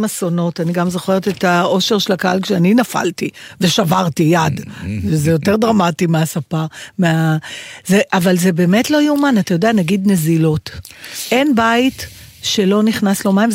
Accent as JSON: {"language": "Hebrew", "town": "Givatayim", "region": "Tel Aviv District", "country": "Israel", "tie": "born or raised there", "said": "בבית שגדלתי בגבעתיים"}